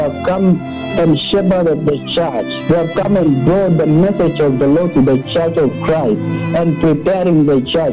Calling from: Nairobi, Kenya; calling from Lolongo region in Nairobi.

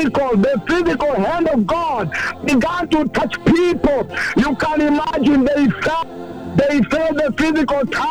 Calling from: Nairobi, Kenya; I'm calling you from the Kariobangi South Main Altar here in Nairobi, Renson.

